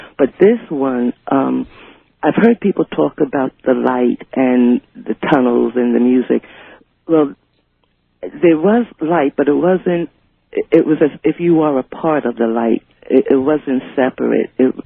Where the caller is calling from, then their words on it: Richmond, Virginia, United States; I'm calling from Richmond, Virginia.